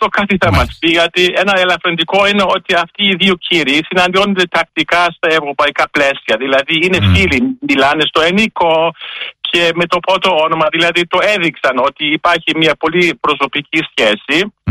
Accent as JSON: {"language": "Greek", "country": "Germany", "second_language": "Greek", "moved": "yes", "lives_now": "Greece", "said": "που ζω ως Γερμανός εδώ στην Ελλάδα"}